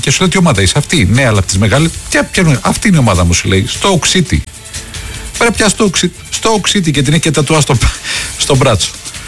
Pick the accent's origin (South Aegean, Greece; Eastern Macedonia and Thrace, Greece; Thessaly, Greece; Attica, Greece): Attica, Greece; Athens; είμαι γέννημα Θρέμ Αθηναίος. Και μάλιστα δεύτερης γενιάς. Και η μητέρα μου είχε γεννηθεί Αθήνα.